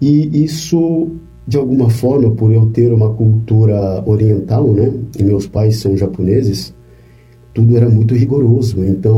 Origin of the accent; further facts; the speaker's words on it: São Paulo, Brazil; Eu sou paulistano, nasci na capital, vivi minha vida inteira na capital e sempre fui uma criança muito intensa.